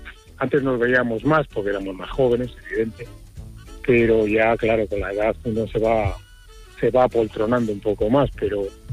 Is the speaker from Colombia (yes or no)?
no; Catalonia, Spain; Soy catalán, pero bueno, casi